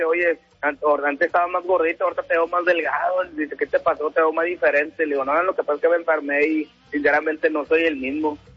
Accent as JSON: {"language": "Spanish", "region": "Nuevo León", "country": "Mexico", "said": "Yo soy de acá, de la Fomerrey 116, Epi."}